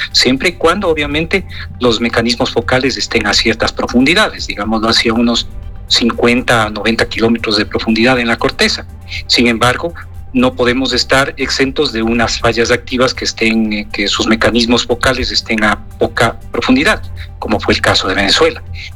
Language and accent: Spanish; Ecuador